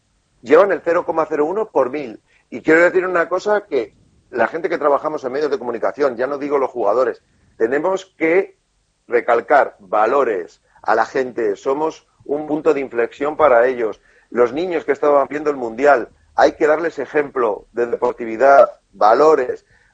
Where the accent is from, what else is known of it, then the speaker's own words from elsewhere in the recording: Spain; Por mis venas corre sangre argentina. Soy un argentino atrapado en el cuerpo de un español.